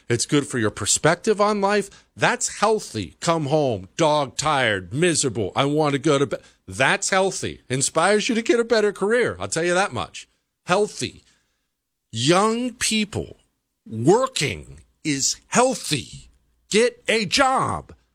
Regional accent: Bozeman, Montana, United States; I grew up in Bozeman, which was small back then. It's way bigger now, kind of got ruined, but small back then

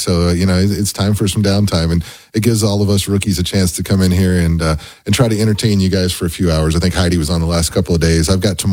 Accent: the South, United States; And I don't know, maybe it's just that I'm from the South, but he's from way farther south.

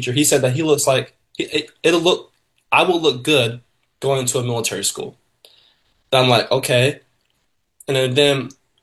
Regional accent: Tampa, Florida, United States; moved away as an adult; also born or lived in Lexington, Virginia; originally I'm from Tampa, Florida.

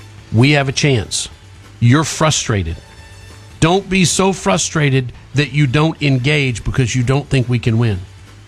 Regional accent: Texas, United States; me as a Texan

